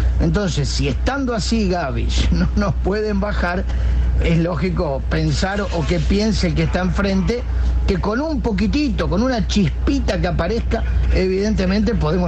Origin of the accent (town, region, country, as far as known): Argentina